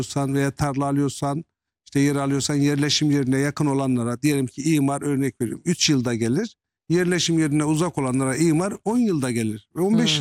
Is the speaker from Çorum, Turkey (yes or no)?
no; Istanbul, Turkey; Biz Yenibosna'dan.